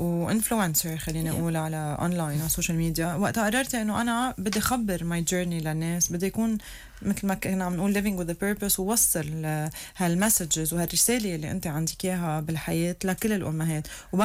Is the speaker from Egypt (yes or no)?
no; Lebanon